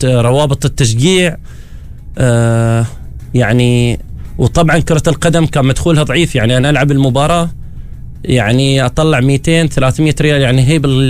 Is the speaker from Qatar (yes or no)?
yes; Qatar; also born or lived in Oman; فبعد ما انتقلوا من السعودية إلى عمان المصنعة أنا الوحيد اللي كنت مواليد عمان. يعني أنا انولدت في عمان، من بعد ما انولدت في عمان عشت فيها فترة بسيطة، انتقلت مع الوالد، والد كان يشتغل في الخليج